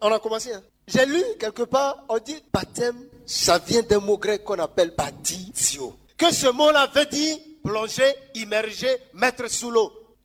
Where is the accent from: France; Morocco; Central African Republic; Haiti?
Central African Republic; chez nous en Centrafrique, on appelle ça Kinda Gozo.